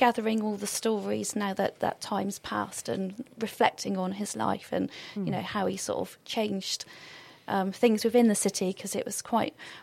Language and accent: English; Bristol, South West England, United Kingdom; I am from Bristol. I was born in Southmead Hospital and grew up in the Kingswood area.